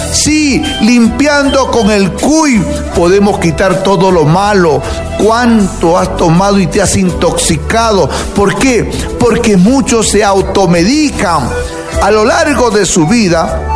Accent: Huancabamba, Piura, Peru; Tengo artes místicas de mi tierra, Huancabamba.

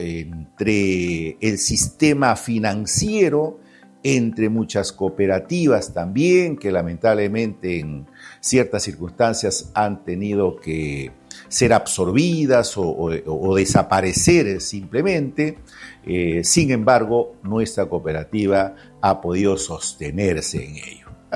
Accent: Peru; somos peruanos

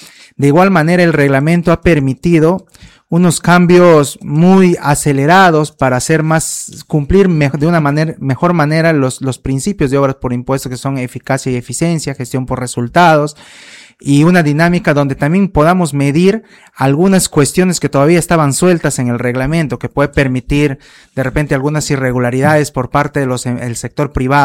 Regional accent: San Martín, Peru; moved away; estoy esta semana de vacaciones en mi tierra, en San Martín.

